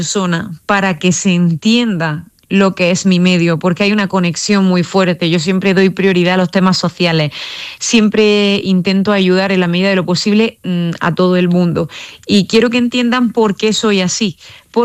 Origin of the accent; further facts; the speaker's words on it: Roquetas de Mar, Andalusia, Spain; más de 500 personas en mi pueblo, en Roquetas de Mar